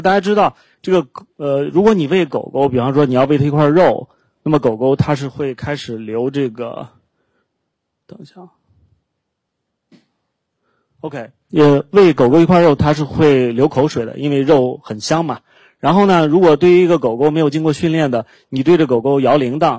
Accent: China; moved away as an adult; also born or lived in United States; 我们作为中国人

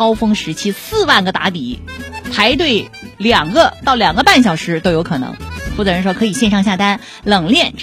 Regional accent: Changsha, Hunan, China; 我们长沙人

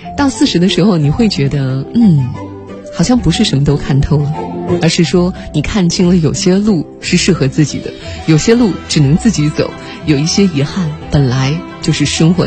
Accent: China

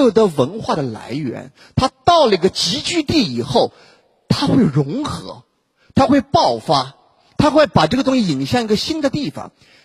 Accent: Shanghai, China; 所以我从小也是在徐家汇长大的。后来呢从那儿呢搬到哪儿呢，底陵，底陵俺喜威了，所以真是有徐家汇的情节。

